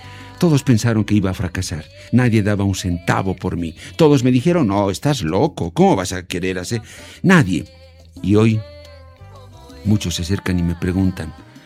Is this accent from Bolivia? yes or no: yes; Bolivia